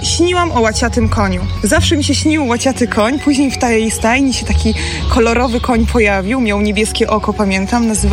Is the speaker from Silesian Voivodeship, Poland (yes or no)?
yes; Silesian Voivodeship, Poland; Jesteśmy grupą kowbojek ze Śląska